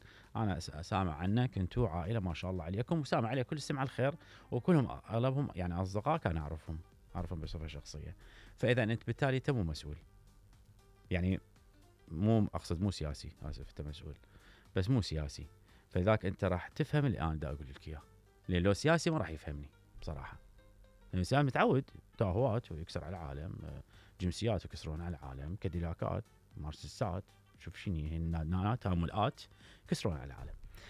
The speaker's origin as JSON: {"language": "Arabic", "country": "Iraq", "said": "لا والله ما أنداس، أنا رجال عراقي ابن عائلة تعبان على نفسي، وابن عشائر"}